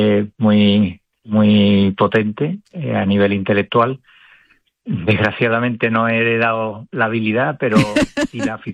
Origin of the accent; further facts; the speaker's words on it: Seville, Andalusia, Spain; moved away as an adult; now in Cantabria, Spain; por mi acento me delata, yo he vivido siempre en Sevilla, pero nací aquí en Cantabria.